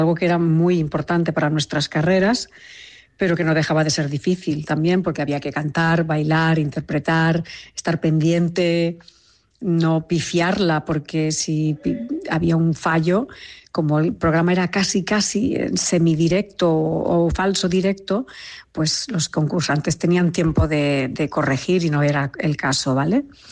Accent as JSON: {"language": "Spanish", "region": "Catalonia", "country": "Spain", "said": "que yo la llamaba Maireta personalmente, porque soy catalana"}